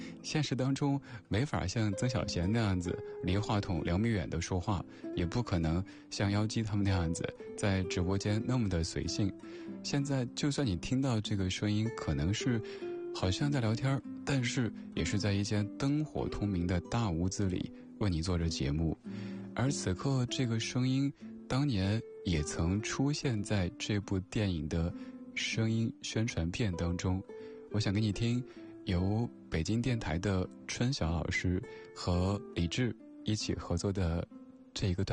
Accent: Chengdu, Sichuan, China; 之前我们总是在成都的街头走一走，去我的家乡走一走。作为一个成都人，今年才第一次去重庆

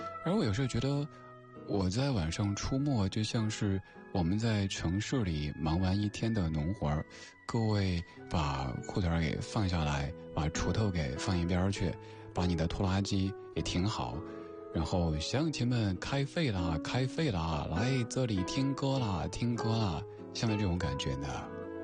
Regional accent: Sichuan, China; accent: Sichuanese; 用我的家乡话四川话

